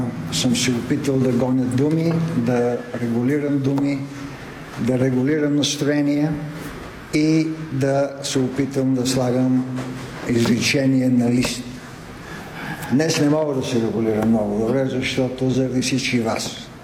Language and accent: Bulgarian; Sofia, Sofia City, Bulgaria; една обич в моя роден град, отсреща ми 8-ма гимназия, подценките на Витоша